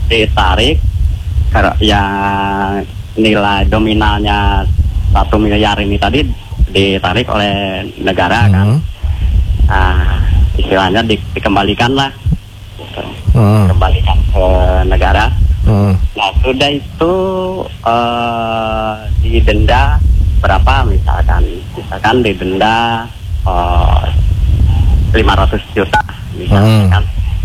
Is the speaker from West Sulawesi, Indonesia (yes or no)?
no; Bengkulu, Indonesia; now in West Sumatra, Indonesia; Perantau, kita asli orang Bengkulu.